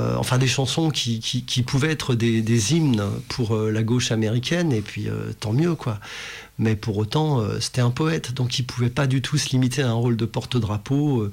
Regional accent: France; Je suis français, moi, monsieur, donc je chante en français.

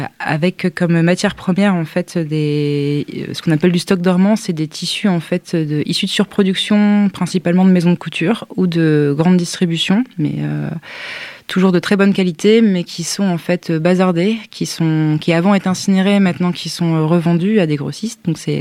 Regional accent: northern France, France

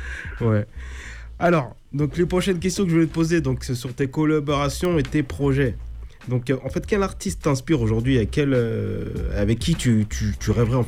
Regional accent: Guadeloupe; je suis Guadeloupéen

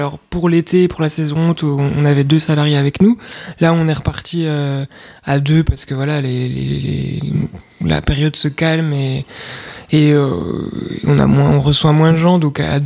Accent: Besançon, Bourgogne-Franche-Comté, France; nous on est originaire de Franche-Comté, on vient de Besançon, et on est tombé amoureuse de ce coin

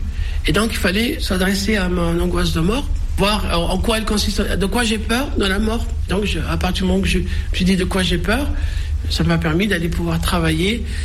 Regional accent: Skikda, Skikda Province, Algeria; born there

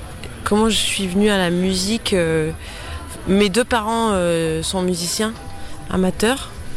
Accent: Clermont-Ferrand, Auvergne-Rhône-Alpes, France; je suis née à Clermont-Ferrand, mes parents étaient déjà dans la musique trad, ils sont originaires du Bourbonnais

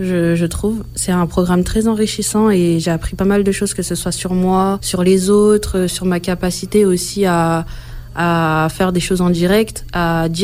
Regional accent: Grenoble, Auvergne-Rhône-Alpes, France; j'ai 23 ans, je suis d'originaire de Grenoble.

